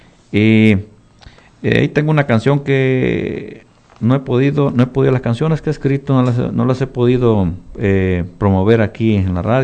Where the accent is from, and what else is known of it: Quimistán, Santa Bárbara, Honduras; born or raised there